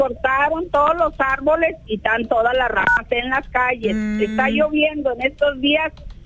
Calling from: Torreón, Coahuila, Mexico

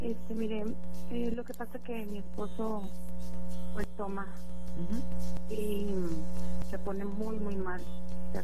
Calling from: Juárez, Nuevo León, Mexico; De Villa de Juárez.

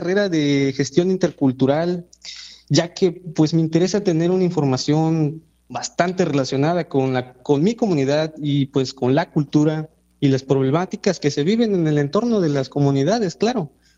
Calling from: Espinal, Veracruz, Mexico; Me encuentro desde Espinal.

